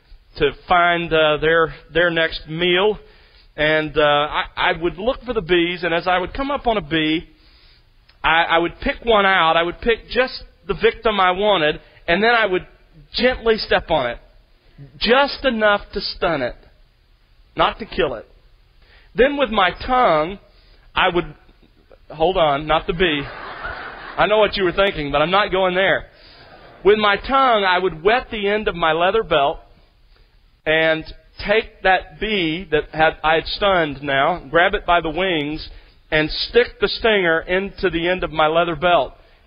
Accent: Alabama, United States; But often, as a boy growing up in South Alabama, I remember searching through the clover.

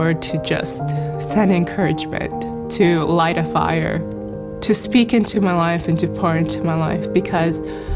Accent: Moldova; born there; English is a second language; moved away as an adult; I was born in Eastern Europe in Moldova, and my family immigrated here when I was 18.

